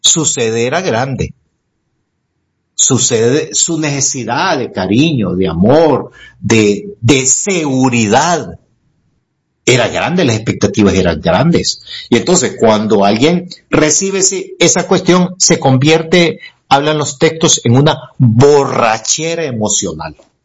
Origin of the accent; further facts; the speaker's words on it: Honduras; moved away; Nosotros somos la cenicienta de Centroamérica.